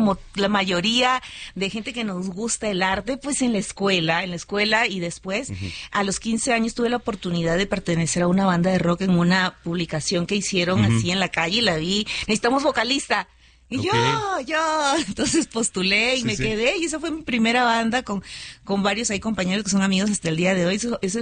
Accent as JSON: {"language": "Spanish", "country": "Peru", "tie": "born or raised there", "moved": "yes", "lives_now": "Mexico", "said": "Cuando uno vive fuera del país de su origen, pues extraña todo. Y pues Perú"}